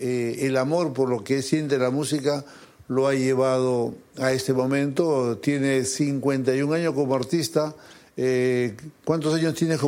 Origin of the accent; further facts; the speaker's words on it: Peru; seguramente por esa mezcla de raza que tenemos